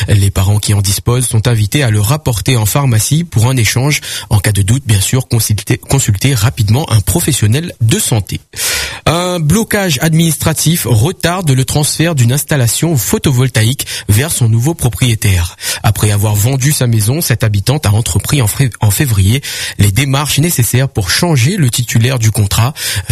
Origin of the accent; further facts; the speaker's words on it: Réunion; chez nous, à La Réunion